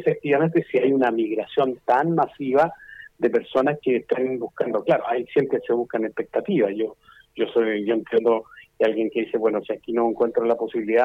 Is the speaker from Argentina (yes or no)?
no; Chile; y me voy 3 meses porque soy chileno, nadie me va a cuestionar.